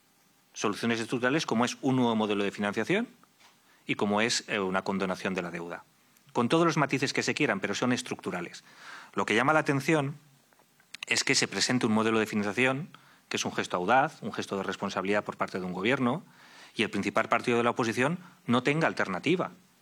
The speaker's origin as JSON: {"language": "Spanish", "region": "Valencian Community", "country": "Spain", "said": "Yo soy de la Comunidad Valenciana"}